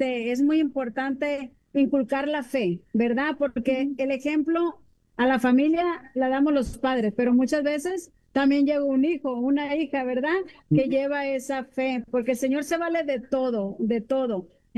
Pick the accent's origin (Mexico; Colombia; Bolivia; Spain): Mexico; now in United States; Yo soy de México.